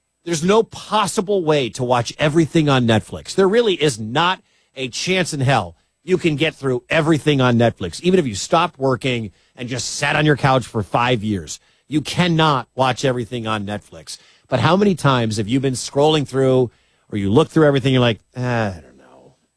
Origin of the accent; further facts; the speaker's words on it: Detroit, Michigan, United States; Hockey, even though I'm from Detroit and grew up watching a lot of Red Wings hockey in my life, it doesn't resonate.